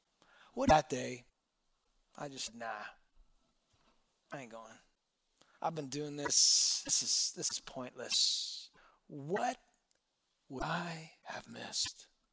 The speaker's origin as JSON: {"language": "English", "country": "United States", "tie": "born or raised there", "said": "We grew up in Orange County."}